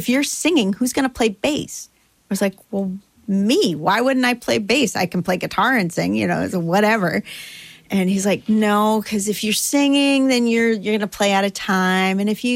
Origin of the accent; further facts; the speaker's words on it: United States; moved away as an adult; now in Denmark; the U.S. because that's my home turf